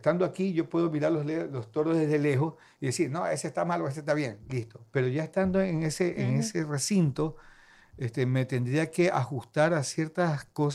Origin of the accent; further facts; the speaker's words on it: Manabí, Ecuador; Yo soy manabita.